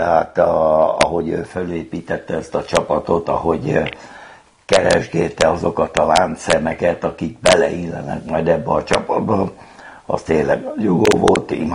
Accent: Hungary; Tehát abból induljunk ki, hogy magyar vagyok, tehát a magyarhoz legközelebb a görög áll.

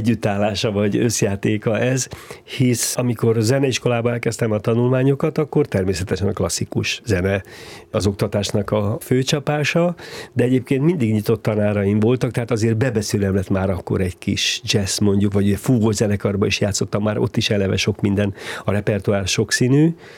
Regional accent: Pomáz, Pest, Hungary; az a zenei környezet, ahol felnőttem, zenei művészeti környezet, Pomázakó egy nagyon picike falu volt, akkor is már az volt, hogy közel volt Budapesthez, meg Szentendréhez, de nem volt még ennyire előváros

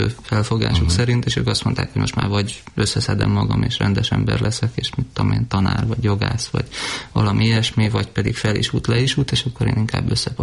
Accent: Gödöllő, Pest, Hungary; mi is gyerekkoromban egy ideig Gödöllön laktunk

